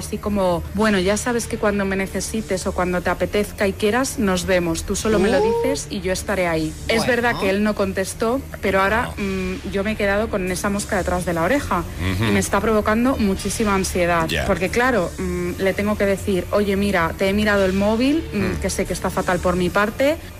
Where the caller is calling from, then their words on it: Madrid, Community of Madrid, Spain; llamo desde Madrid